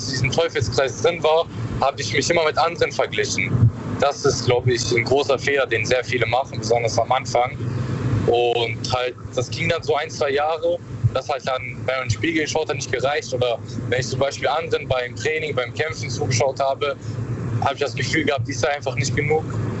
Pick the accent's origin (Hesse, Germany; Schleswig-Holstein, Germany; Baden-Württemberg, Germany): Baden-Württemberg, Germany; Karlsruhe; aus Karlsruhe.